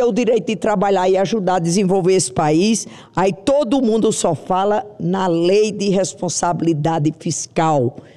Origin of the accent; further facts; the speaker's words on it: Northeast Region, Brazil; Nasci e cresci no Nordeste e via a seca